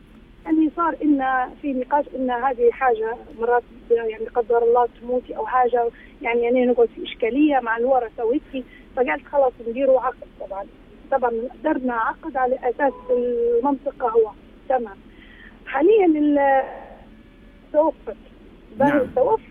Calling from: Libya; accent: Libyan; نقول احنا بالليبي

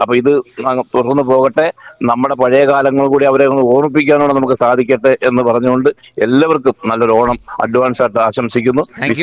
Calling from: Kerala, India; ശങ്കരാമൂല.

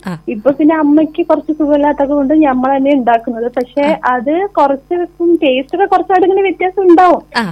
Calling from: Peruvemba, Kerala, India; Peruvamba Palakkad.

